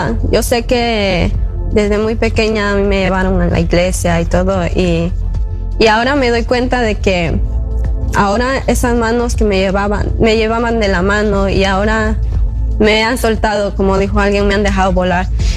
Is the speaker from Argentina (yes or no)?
no; Guatemala; now in Los Angeles, United States; Soy de Guatemala, pero vengo de Canoga. Estoy viviendo en Canoga.